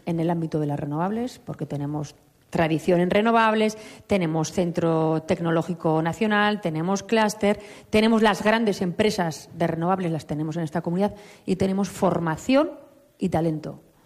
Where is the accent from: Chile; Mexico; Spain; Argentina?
Spain; Navarre; los navarros somos plurales, diversos, navarros que se sienten vascos, navarros que se sienten del mundo